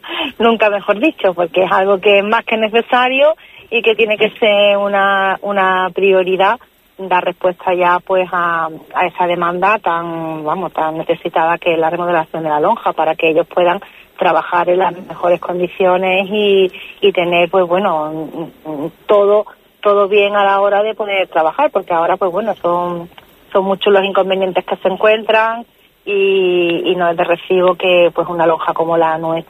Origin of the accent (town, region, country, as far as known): Algarrobo, Andalusia, Spain